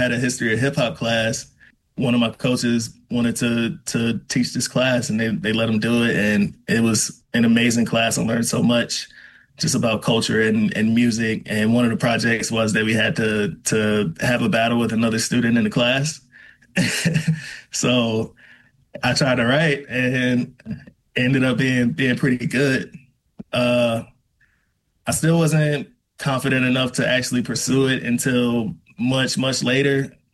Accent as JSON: {"language": "English", "town": "Roanoke", "region": "Virginia", "country": "United States", "tie": "born or raised there", "said": "from Roanoke. Born and raised, an artist and an activist and an educator and a man of many hats, a coach."}